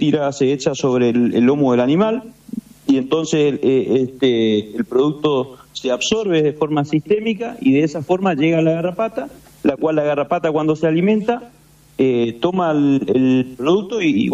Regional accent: Corrientes, Argentina; Soy de Corrientes, yo soy de Corrientes, acá estamos en Corrientes

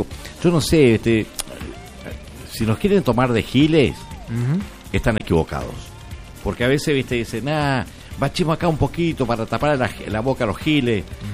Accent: Argentina

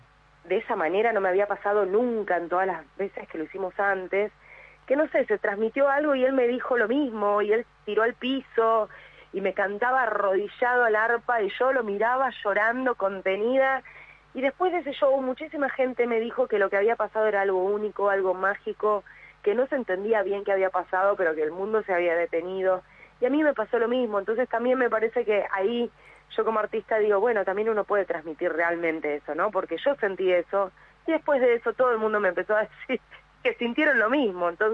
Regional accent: Buenos Aires, Argentina; tengo mi parte rockera que siempre fui así, yo soy porteña, así que bueno, nada, me gusta todo lo que es el rock.

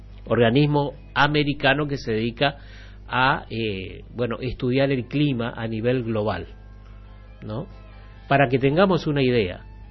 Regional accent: Argentina; nos engrandece y nos enorgullece como argentino

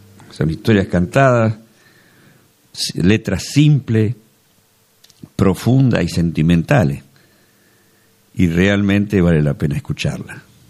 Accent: Argentina; lo que somos los argentinos

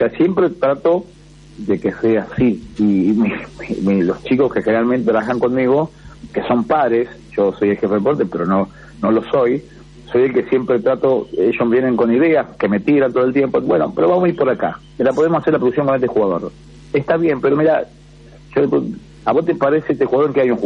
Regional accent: Santa Fe, Argentina; nosotros los santafesinos nos tragamos la S, fíjate, porque no es tan grave, porque es una parte de nuestro dialecto, nuestra idiosincrasia.

